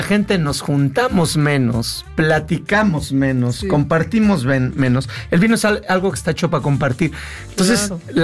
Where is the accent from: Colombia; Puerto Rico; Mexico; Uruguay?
Mexico; El paladar mexicano estamos acostumbrados más al dulce